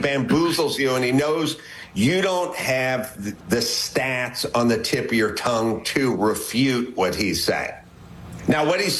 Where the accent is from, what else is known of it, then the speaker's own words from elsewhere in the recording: California, United States; I grew up in Southern California.